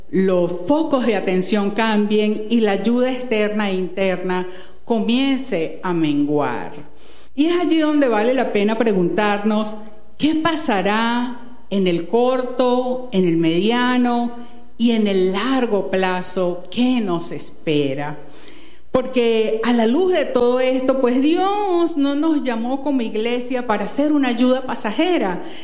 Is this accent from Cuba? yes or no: no; Venezuela; nosotros nos estamos encontrando a cara nuevamente como buenos venezolanos, como hermanos